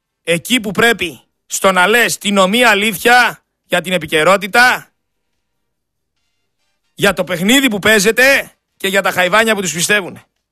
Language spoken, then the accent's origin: Greek; Greece; Εγώ είμαι Έλληνας φορολογούμενος